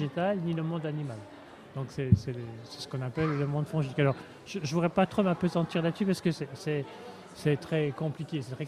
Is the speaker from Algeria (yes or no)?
no; Grand Est, France; now in Gap, France; moi, je suis lorrain. Donc, en Lorraine, on a un nom.